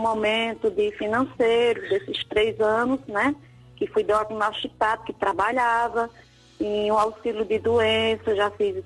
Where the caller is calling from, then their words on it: Ouricuri, Pernambuco, Brazil; De Uricuri, Pernambuco.